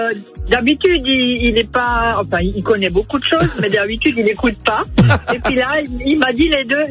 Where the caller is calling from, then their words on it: Grand Est, France; Oui, non, chez nous, dans le Sungo, c'est très très nuageux